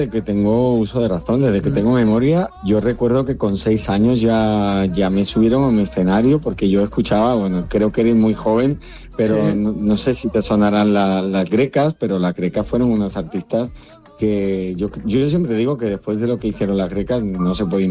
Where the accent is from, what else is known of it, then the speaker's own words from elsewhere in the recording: Seville, Andalusia, Spain; also born or lived in Barcelona; porque yo nací aquí en Barcelona, pero me he criado la mitad de mi vida en Sevilla, fui allí a la EGB también algunos años